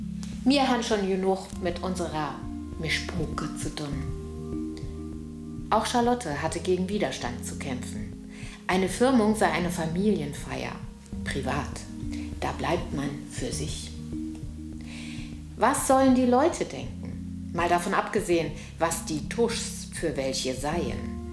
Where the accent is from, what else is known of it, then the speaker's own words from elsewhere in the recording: Rhineland-Palatinate, Germany; also born or lived in Kaiserslautern; Ich bin in der Pfalz geboren.